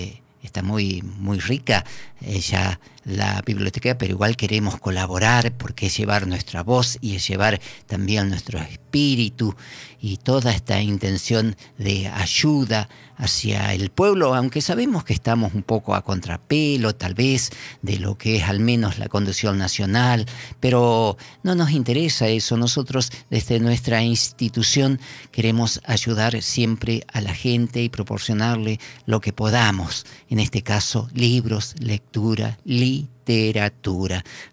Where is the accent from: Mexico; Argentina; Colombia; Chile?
Argentina; Paraná, Entre Ríos; nuestra ciudad de Paraná